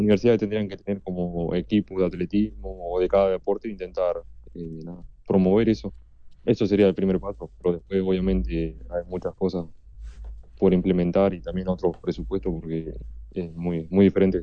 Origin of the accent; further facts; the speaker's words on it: Rivera, Uruguay; also born or lived in United States; Sí, soy del norte de Uruguay.